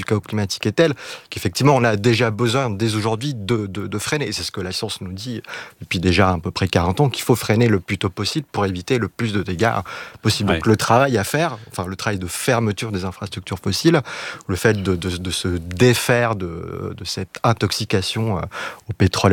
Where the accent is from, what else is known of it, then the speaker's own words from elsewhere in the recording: France; on a aussi une responsabilité historique en tant que Français